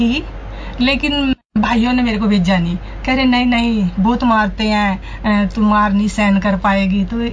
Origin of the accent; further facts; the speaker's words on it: a village in Sonipat district, Haryana, India; now in Abu Taleti, India; Sonipat district में एक गाँव है।